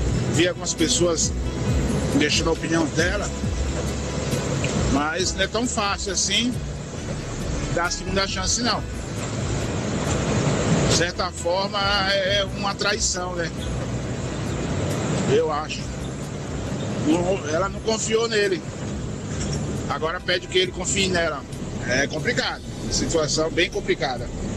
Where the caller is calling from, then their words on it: Cubatão, São Paulo, Brazil; falo de Cubatão.